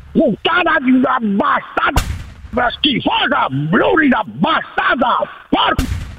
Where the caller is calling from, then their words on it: Reggio Emilia, Emilia-Romagna, Italy; Di Reggio Emilia.